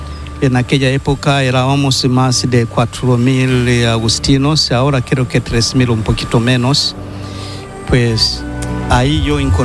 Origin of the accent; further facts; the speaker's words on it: Njombe, Tanzania; moved away as an adult; now in Barcelona, Spain; Soy de Tanzania, la diócesis de Njombe. Entré en la orden de San Agustín desde el año 1981. Me profesé como agustino el año 1989.